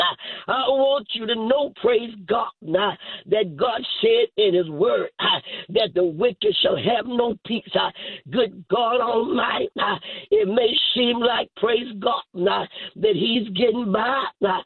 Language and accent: English; Mississippi, United States; moved away; Down there in Mississippi. Hallelujah. Where my hometown is.